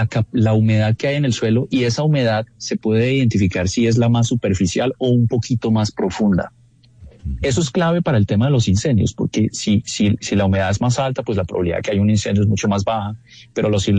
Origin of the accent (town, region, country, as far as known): Colombia